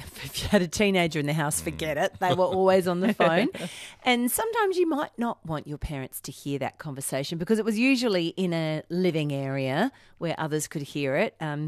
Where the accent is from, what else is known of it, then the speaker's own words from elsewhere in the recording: Brighton, South East England, United Kingdom; You know, I grew up in Brighton on Brighton Road or whatever.